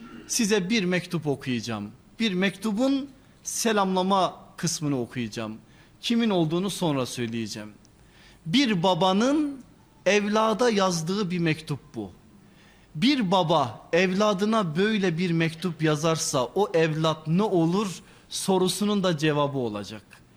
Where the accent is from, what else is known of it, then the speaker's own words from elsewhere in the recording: Erzurum, Turkey; mesela ben Erzurumluyum biliyorsunuz, bizde biraz daha fazladır o.